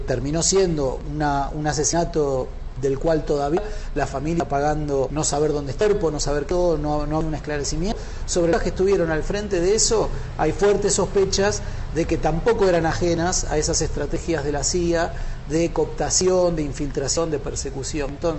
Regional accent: Argentina; soy argentino, escritor, investigador, estoy aquí en Guatemala

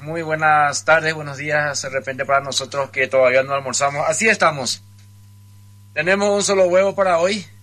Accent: Paraguay; Estamos tres compañeros acá, somos paraguayos, estamos viniendo de Chile, queremos irnos a Paraguay.

